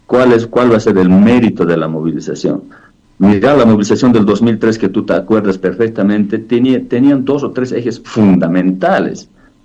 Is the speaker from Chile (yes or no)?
no; Bolivia